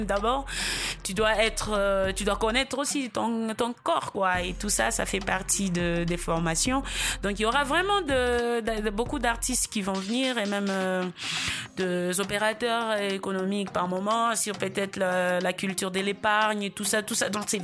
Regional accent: Goma, North Kivu, DR Congo; ici chez nous, à Goma

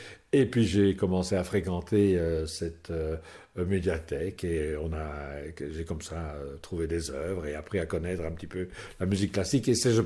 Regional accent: Flanders, Belgium; born there; now in Namur region, Belgium; Alors, je suis né en Flandre, mais dans une famille francophone, je dirais une famille aisée. Donc, j'ai fait une partie de mes études en néerlandais.

